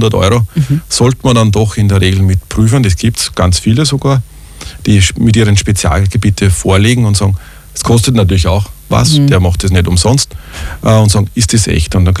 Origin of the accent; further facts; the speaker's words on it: Sigarting, Upper Austria, Austria; das ist ein Brief mit einem Poststempel aus Sigarting, das ist meine Heimatgemeinde aus dem Innviertel.